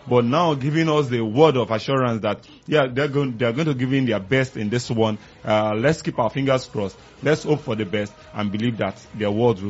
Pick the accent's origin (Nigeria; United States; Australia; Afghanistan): Nigeria; as a Nigerian and as a loyalist